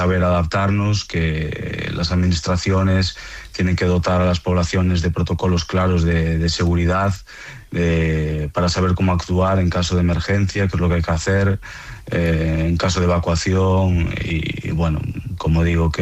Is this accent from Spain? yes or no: yes; Galicia, Spain; Es un tema estructural en mi tierra, en Galicia, muy relacionado con la despoblación